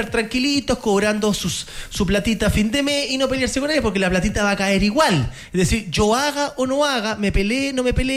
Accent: Chile; moved away; also born or lived in United States

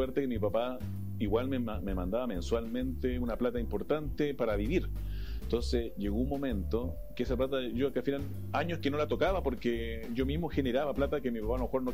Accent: Chile; como típico chileno, me compré la tele.

